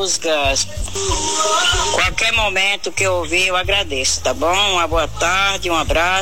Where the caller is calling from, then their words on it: Anísio de Abreu, Piauí, Brazil; Sou aqui de Anísio de Abreu, sou ouvinte das rádios todos os dias, Rádio FM daqui de Anísio de Abreu.